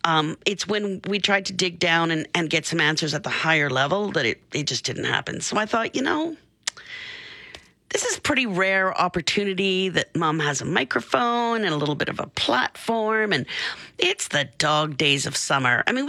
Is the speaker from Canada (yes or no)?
yes; Canada; I get it. I'm just a Canadian girl. I just like a little bit cooler.